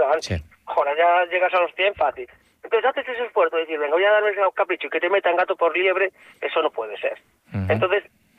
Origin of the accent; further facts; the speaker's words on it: Galicia, Spain; esa como somos los gallegos, somos abiertos, somos cariñosos.